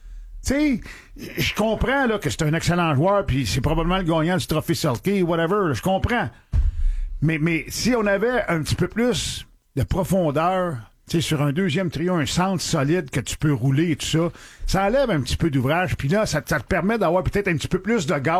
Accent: Montreal, Quebec, Canada; moi, tu sais, je viens de Montréal

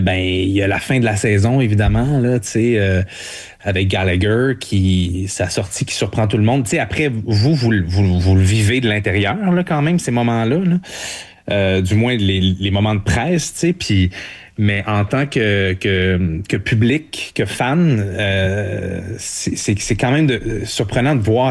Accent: Montreal, Quebec, Canada; born there; Ben moi, je suis né à Montréal, fait que je suis un peu brainwashed.

